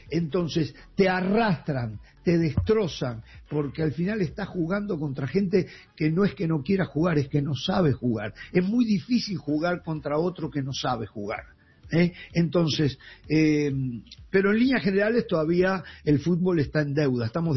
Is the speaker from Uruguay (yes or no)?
yes; Uruguay; yo voy a hablar de mi pueblo, el uruguayo.